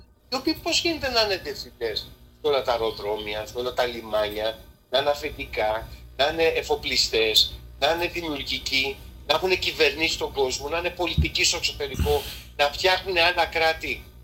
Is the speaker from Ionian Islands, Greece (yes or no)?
yes; Ionian Islands, Greece; Εγώ στην πατρίδα μου τα Επτάνησα είχα 600 χρόνια φραγκοκρατία και ενετοκρατία.